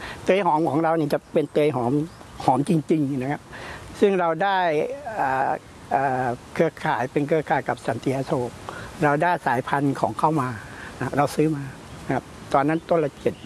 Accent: Pattani, Thailand; แต่จริงๆแล้วผมเป็นลูกหลานเกษตรผมดั้งเดิมผมเป็นคนปัตตานีพ่อผมทำเกษตรพ่อผมทำนาพ่อผมทำสวน

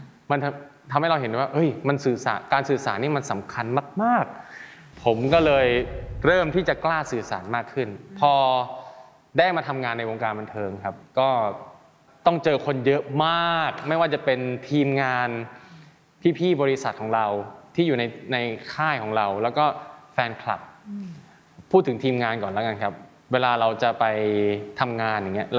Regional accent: Isan, Thailand; เราเป็นคนอีสานเราก็พูดอีสานไปเลย

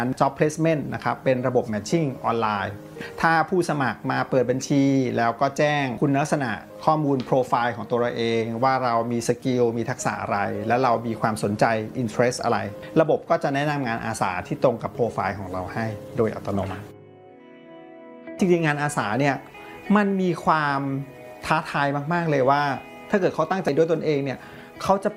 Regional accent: Bangkok, Thailand; born or raised there

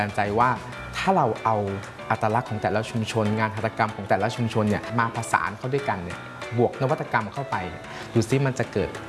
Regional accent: Chiang Mai, Thailand; ภายในจังหวัดเชียงใหม่คือเป็นจังหวัดบ้านเกิดของเราเอง

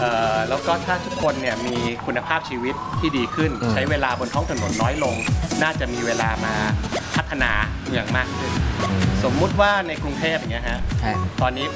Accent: Khon Kaen, Thailand; เราน่าจะมีการมาพัฒนานะครับเมืองขอนแก่นบ้านเกิดของเราเนี่ยเพื่อส่งต่อให้ลูกหลานในอนาคต

